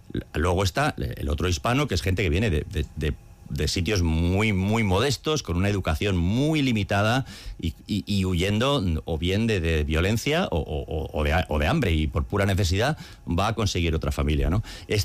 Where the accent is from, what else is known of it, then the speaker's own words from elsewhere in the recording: Spain; que nos piden a nosotros los de España